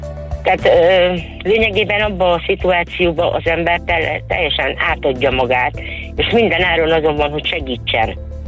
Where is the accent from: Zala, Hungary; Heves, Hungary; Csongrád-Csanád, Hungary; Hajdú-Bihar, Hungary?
Heves, Hungary; Demjén; ez a gyermekkor, ez Demjénbe történt, demjéni származású vagyok